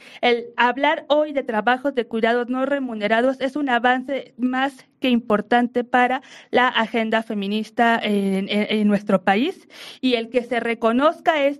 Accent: Mexico

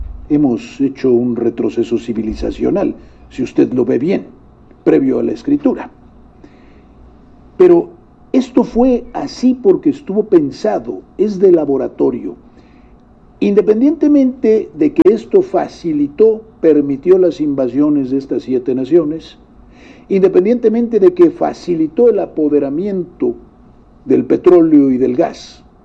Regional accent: Mexico; siendo mexicanos que han leído o que hemos leído la historia

